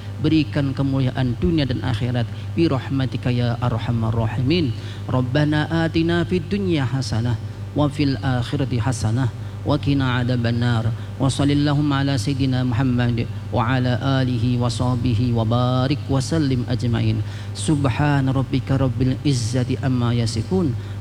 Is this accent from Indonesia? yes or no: yes; Indonesia; now in Surakarta, Indonesia; اللهم اجعل بلدنا إندونيسيا هذه وسوراكرتا خاصة يا الله بلدة آمنة مباركة